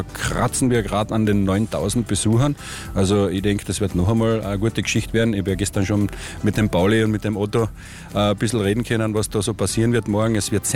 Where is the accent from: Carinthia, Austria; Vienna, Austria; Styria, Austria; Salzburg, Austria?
Carinthia, Austria; Liebenfels; ich selber bin ja aus Liebenfels